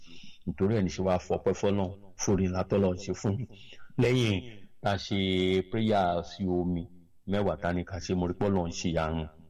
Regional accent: Ikorodu, Lagos, Nigeria; láti ìlú Ìkòròdú ni mo ti wá. Èmi lọmọ ìjọ yín lórí afẹ́fẹ́.

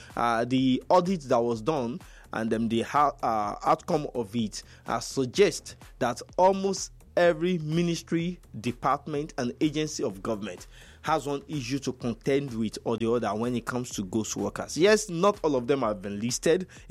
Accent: Yorubaland, Nigeria; I see myself first as a Yoruba man.

